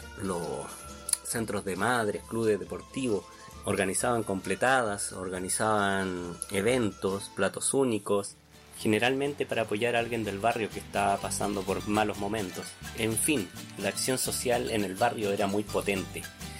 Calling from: Valparaíso, Chile; de Radio Cambio, desde Chile.

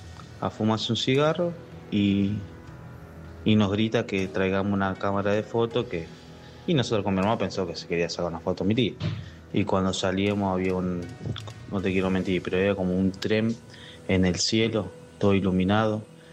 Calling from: Chivilcoy, Buenos Aires Province, Argentina; soy de Chivilcoy.

